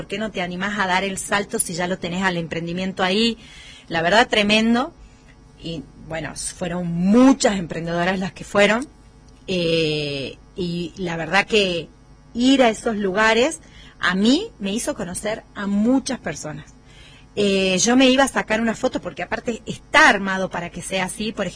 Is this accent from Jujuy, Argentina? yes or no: yes; Jujuy, Argentina; los jujeños, que nos cuesta un montón, porque eso también, nosotros somos collas, somos para adentro